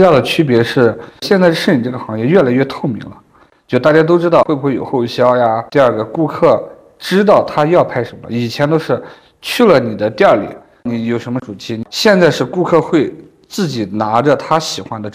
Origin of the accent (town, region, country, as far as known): Xinjiang, China; moved away